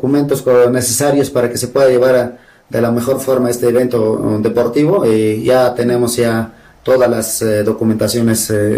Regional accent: Challhuahuacho, Apurímac, Peru; en su mayoría de nuestro distrito Chalhuacho

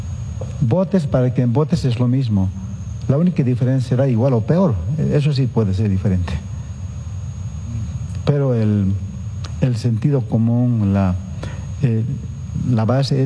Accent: Bolivia

